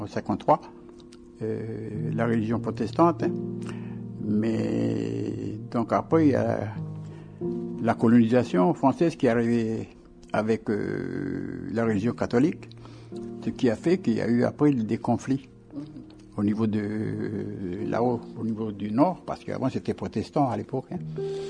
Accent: Ouvéa, Loyalty Islands Province, New Caledonia; je lis un texte pour faire en sorte que même si je suis loin d'Ouvéa, de ma tribu, je donne quand même mon témoignage.

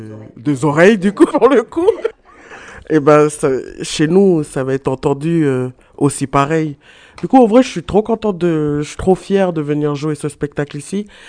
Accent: Touho, North Province, New Caledonia; also born or lived in Lifou / metropolitan France; j'ai grandi à Tours dans le Nord.

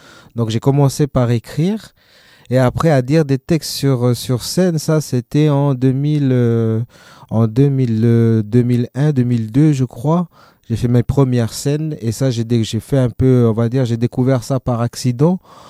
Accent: Lifou, Loyalty Islands Province, New Caledonia; moi, j'ai grandi à Lifou, je parle pas le Lifou, etc., etc.

